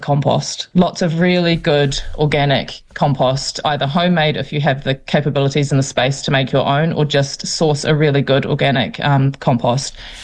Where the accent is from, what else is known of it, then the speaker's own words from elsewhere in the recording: Raglan, Waikato, New Zealand; moved away as an adult; also born or lived in Sydney, Australia / Byron Bay, Australia / Perth, Australia; And we moved back to my little hometown Raglan